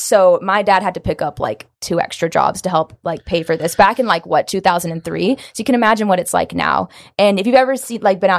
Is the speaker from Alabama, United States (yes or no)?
yes; Winfield, Alabama, United States; I am from Alabama, from Winfield, Alabama.